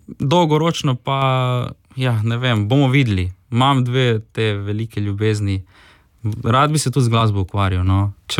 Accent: Rijeka, Primorje-Gorski Kotar County, Croatia; smo očitno ti reški Slovenci

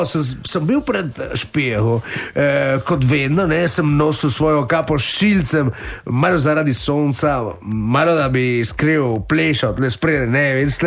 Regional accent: Central Slovenia, Slovenia; Dobesedno na cesti mislim. Sem odrasel na Dunajski cesti.

